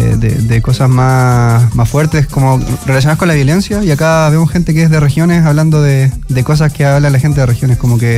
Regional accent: Chiloé, Los Lagos, Chile; moved away; yo soy de Chiloé, entonces 1125 kilómetros son los que me separan de mi familia, de mi tierra.

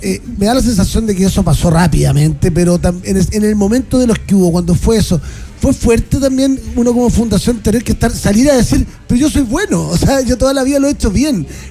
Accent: Chile; nuestro país, Chile

